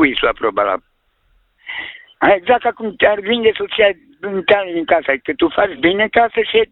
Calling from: Mureș County, Romania; sunt din Mureș.

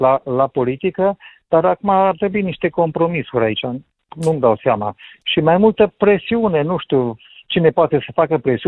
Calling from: Cluj-Napoca, Cluj County, Romania; sunt din Cluj.

